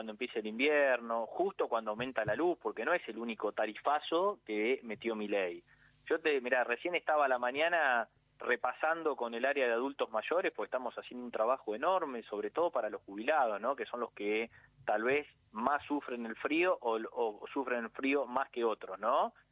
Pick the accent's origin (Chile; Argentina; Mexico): Argentina; como argentino te indigna